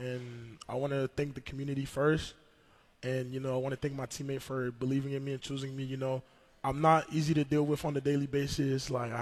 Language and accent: English; Normandy, France; now in New Mexico, United States; So, I was originally born and raised in France. I say Paris, which is not true. I was born in Normandy. For those who know a lot of history lessons, I was born by Normandy Beach.